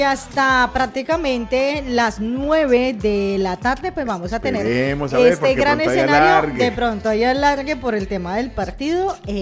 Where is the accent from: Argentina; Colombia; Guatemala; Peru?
Colombia; now in Zaragoza, Spain